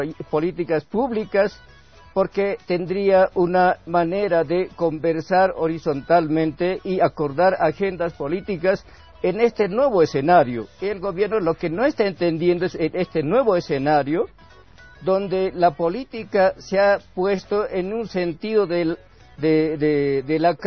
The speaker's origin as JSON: {"language": "Spanish", "country": "Bolivia"}